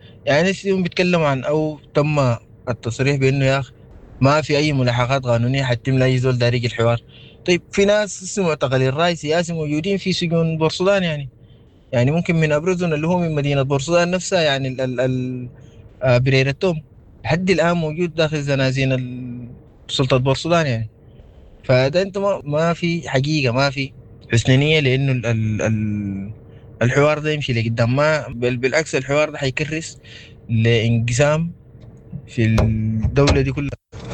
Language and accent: Arabic; Sudan; نحن كسودانيين